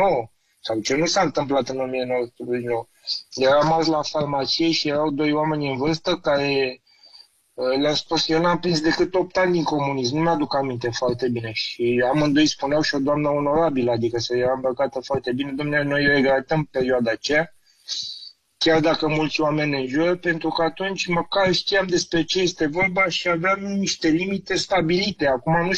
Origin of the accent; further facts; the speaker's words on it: Bucharest, Romania; eu m-am născut în Giulești, am stat acolo